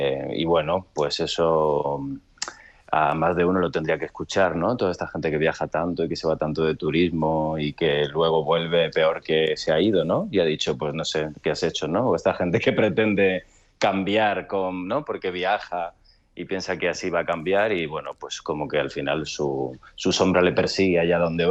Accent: Almería, Andalusia, Spain; born there; now in Madrid, Spain; Nací en Almería, en mitad del desierto

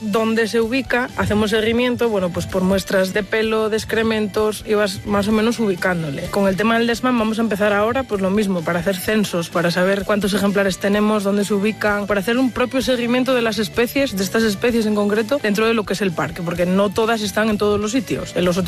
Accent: Cangas de Onís, Asturias, Spain; soy de Cangas de Onís

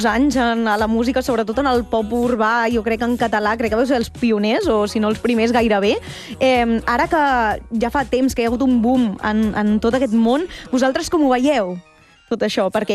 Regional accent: Caldes de Montbui, Catalonia, Spain; O sigui, jo sóc de Caldes de Montbui, sóc del Vallès, o sigui, estem allà al costat.

